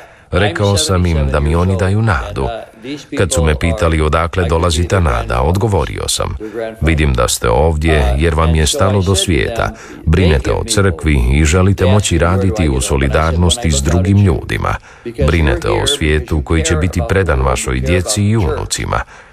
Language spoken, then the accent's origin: Croatian; Croatia; now in United States; ne samo kao Amerikanac, nego kao imigrant iz Hrvatske i također iz imigrantske obitelji koja se našla u drugoj zemlji zbog Prvog svjetskog rata